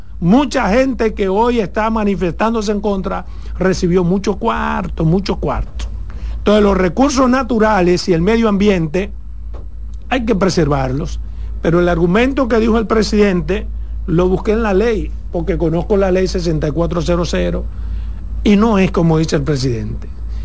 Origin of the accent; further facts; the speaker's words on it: Pedernales, Dominican Republic; soy de Pedernales, donde nació la Alcoa Exploration Company.